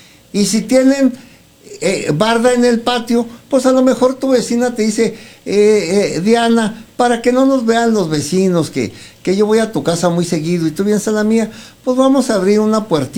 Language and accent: Spanish; Mexico; Mal pensados que somos los mexicanos.